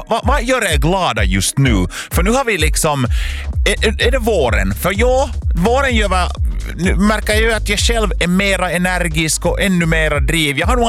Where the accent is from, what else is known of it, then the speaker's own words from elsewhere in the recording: Finland; Kouvola är en stad, många tycker att det är lite dyster stad, men att det är en stad som är närmast min hemby, eller det är ju Lovisa och Borga också nära, men att vi var alltid i Kouvola och liksom julhandla